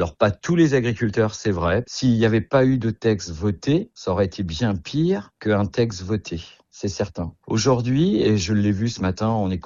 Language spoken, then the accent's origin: French; France; chez nous en France.